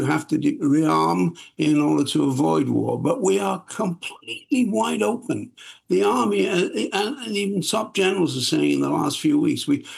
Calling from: Cardiff, Wales, United Kingdom; I mean, I'm speaking from Cardiff.

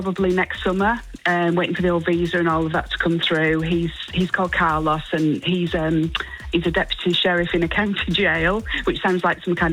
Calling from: Holmfirth, Yorkshire and the Humber, United Kingdom; I'm in Netherthong in Holmfirth.

